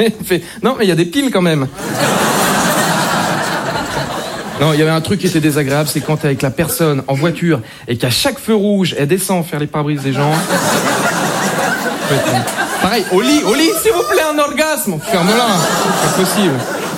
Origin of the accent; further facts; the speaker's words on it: Île-de-France, France; parce que j'aime bien les Moritos et je viens de Seine-et-Marne.